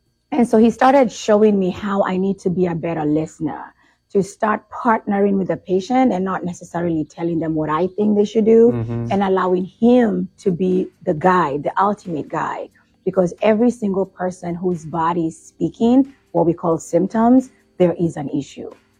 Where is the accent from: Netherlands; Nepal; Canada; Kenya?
Kenya; now in Leesburg, Georgia, United States; Well, originally I'm from Kenya, born and raised, and then came to the U.S. many, many years ago.